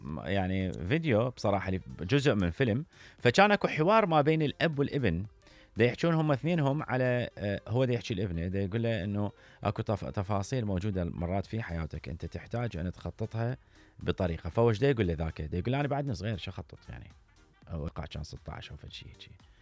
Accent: Iraq; احنا كمجتمع عراقي

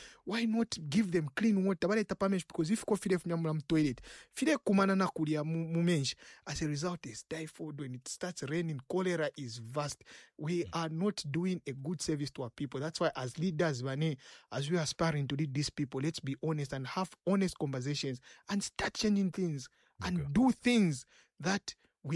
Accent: Lusaka, Lusaka Province, Zambia; When I was growing up in Matero

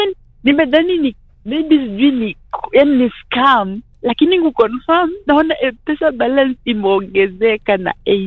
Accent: Vihiga County, Kenya; born there; now in Bungoma, Kenya; Kwetu ni Vihiga, but currently niko Bungoma.

